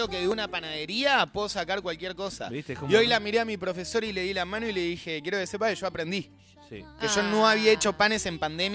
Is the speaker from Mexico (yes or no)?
no; Argentina; Somos del bien, somos del camino del cielo. Porque somos argentinos y somos...